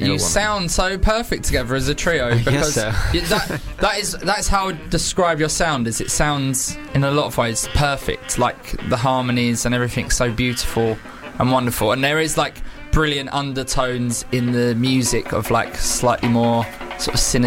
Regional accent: United Kingdom; Because it reads to me as a British guy as sarcastic.

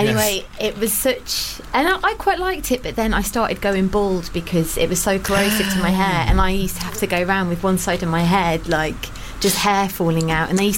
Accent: England, United Kingdom; accent: Midlands; And I'm British, and I've got a slightly Midlands accent

